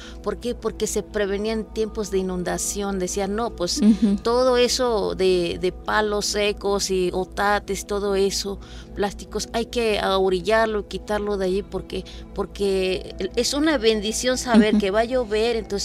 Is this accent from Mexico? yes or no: yes; Palmital, Veracruz, Mexico; Entonces, yo soy de Palmital, pertenece a Tantuyuca. Palmital ya está colinda con casi como 20 minutos al estado de Hidalgo.